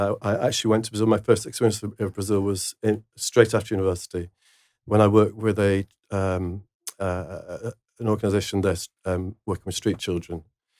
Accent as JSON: {"language": "English", "town": "Mansfield", "region": "East Midlands", "country": "United Kingdom", "tie": "born or raised there", "said": "we grew up in Mansfield, another coal mining town."}